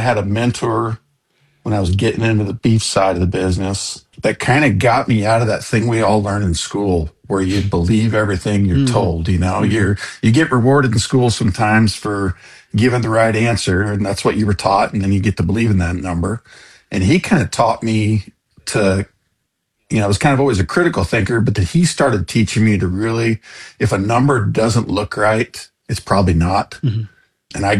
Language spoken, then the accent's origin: English; Kansas, United States; So I grew up in West Central Kansas, multi-generational. You know, our family's been on that ground since the late 1800s, cow-calf and some farm ground.